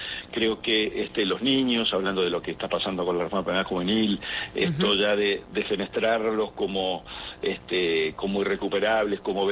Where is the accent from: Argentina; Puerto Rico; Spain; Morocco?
Argentina; Creo que nos merecemos como Argentina un régimen penal juvenil, pero no un fulbito para la tribuna.